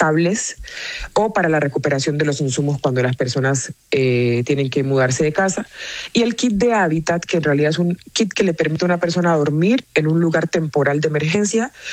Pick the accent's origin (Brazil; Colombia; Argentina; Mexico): Colombia; como gobernadora del Chocó, pero primero como colombiana